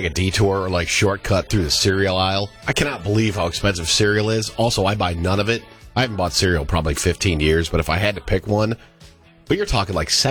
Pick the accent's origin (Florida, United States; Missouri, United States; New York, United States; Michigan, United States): Michigan, United States; Battle Creek; I grew up near Battle Creek, Michigan, which is ground zero for Corn Flakes